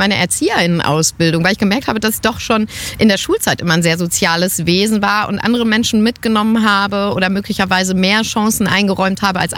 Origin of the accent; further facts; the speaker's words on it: Bielefeld, North Rhine-Westphalia, Germany; born there; moved away as an adult; also born or lived in Münster; now in Hamburg, Germany; Ich bin nämlich in Bielefeld geboren.